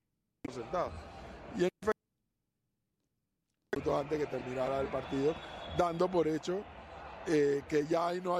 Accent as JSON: {"language": "Spanish", "country": "Panama", "said": "yo como panameño"}